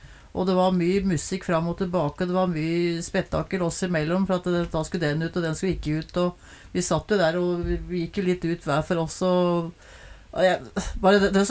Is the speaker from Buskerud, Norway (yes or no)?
yes; Ådalen, Buskerud, Norway; Da kom jeg … gudsordet fra Ådalen, inn i studio